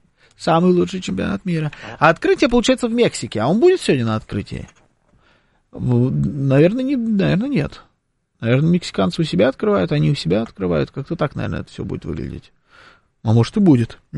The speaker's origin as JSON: {"language": "Russian", "country": "Russia"}